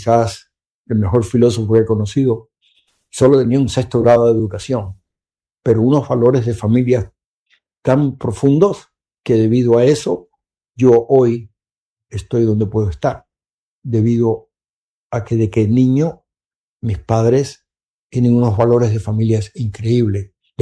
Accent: Cuba; moved away

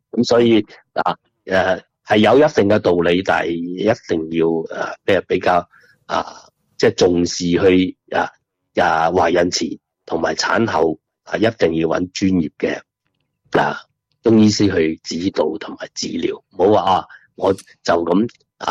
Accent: Guangdong, China; 咁当然啦，我哋广东人啊，饮嗰啲姜醋啊啲咁啊

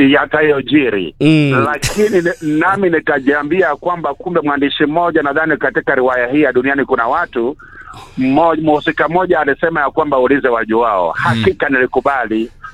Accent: Rift Valley, Kenya; hakika mimi natoka katika Bonde la Ufa.

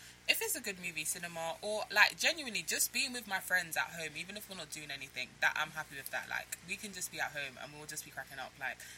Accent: Nigeria; I'm Nigerian. My parents are both Nigerian.

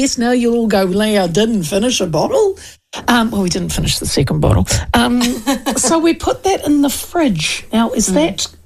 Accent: Hawke's Bay, New Zealand; Well done, my hometown.

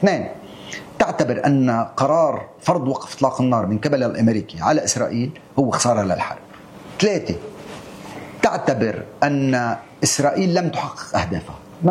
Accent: Lebanon; نحن كلبنانيين ما كان لنا علاقة بالحرب

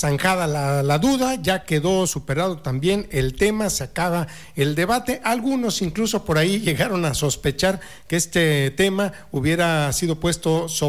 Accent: Mexico

